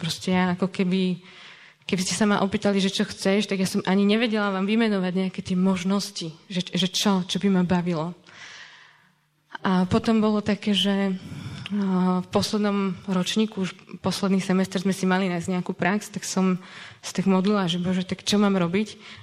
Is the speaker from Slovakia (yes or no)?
yes; Liptovský Mikuláš, Žilina Region, Slovakia; ja som z Mikuláša a tam bol tiež gymnázium, že nechcem ísť na to gymnázium, lebo ja mám staršiu sestru a ona tam chodila